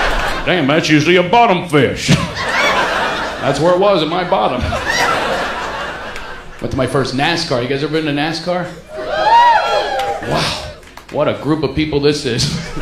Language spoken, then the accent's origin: English; Philadelphia, Pennsylvania, United States; accent: Philadelphia; This tour in the South, they were all making fun of my Philadelphia accent.